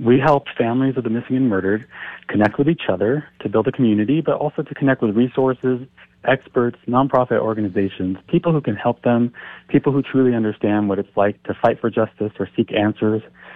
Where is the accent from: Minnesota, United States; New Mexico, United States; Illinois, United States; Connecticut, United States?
New Mexico, United States; We're from New Mexico. I've lived here my entire life.